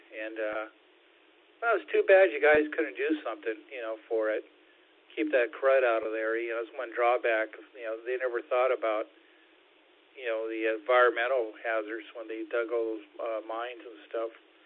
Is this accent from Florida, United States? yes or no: no; Seattle, Washington, United States; I knew about it because I grew up in Seattle and part of, you know, the social studies, they talked about the areas around the state and that.